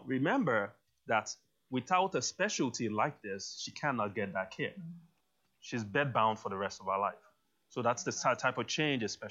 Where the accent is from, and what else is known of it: Nigeria; born there; moved away; also born or lived in United States